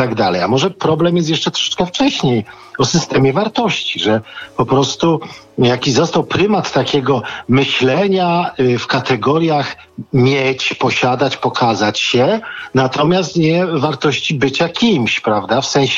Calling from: Kraków, Lesser Poland, Poland; z Krakowa

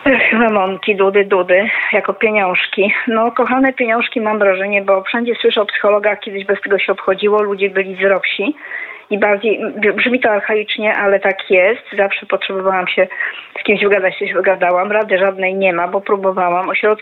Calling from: Wrocław, Lower Silesian Voivodeship, Poland; ja dzwonię z Wrocławia oczywiście

